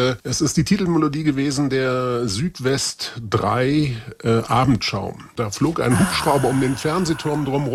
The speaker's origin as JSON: {"language": "German", "region": "Baden-Württemberg", "country": "Germany", "tie": "born or raised there"}